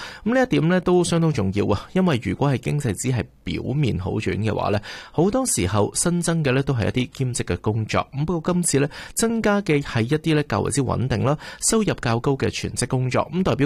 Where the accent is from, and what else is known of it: Canada